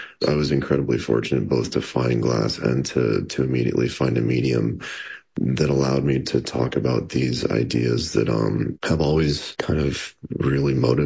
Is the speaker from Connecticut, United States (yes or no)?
no; Denver, Colorado, United States; now in Hastings, United States; As you said, I grew up in Denver. And honestly, was needing to get out of Denver.